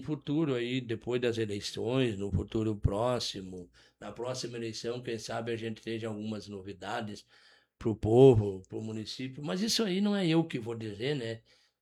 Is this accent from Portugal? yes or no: no; Brazil; filho do seu Ari, da dona Filhinha, né, que me criei na Morada do Sol. O município é pequeno.